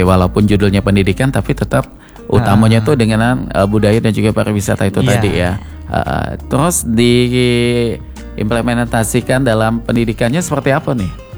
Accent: Palembang, South Sumatra, Indonesia; Kebetulan saya asli daerah Kesekayu Pule kalau aku nih ya. Walaupun besar lahir di Palembang, tapi darahnya kental Musi Banyuasin di Kampung 4 kalau kami.

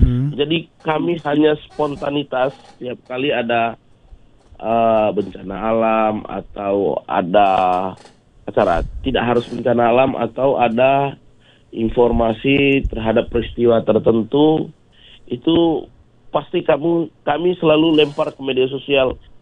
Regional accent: East Nusa Tenggara, Indonesia

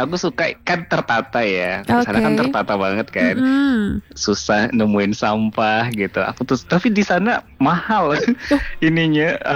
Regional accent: Batusangkar, West Sumatra, Indonesia; Aku asli Batu Sangkar ya.

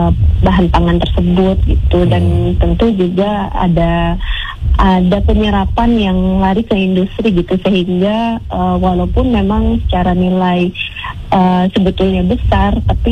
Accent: Makassar, South Sulawesi, Indonesia; halo Pak Wibi, saya juga dari Makassar.

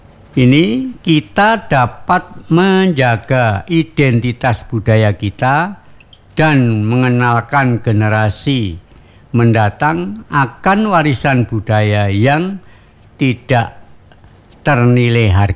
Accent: Java, Indonesia; Kebetulan kami sebagai orang Jawa di sini ditunjuk sebagai budayawan Jawa

